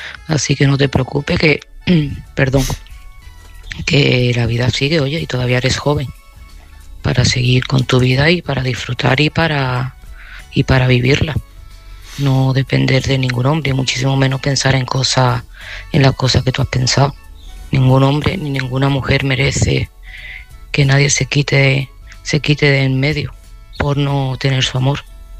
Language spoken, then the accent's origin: Spanish; Seville, Andalusia, Spain; este mensaje va para Mercedes.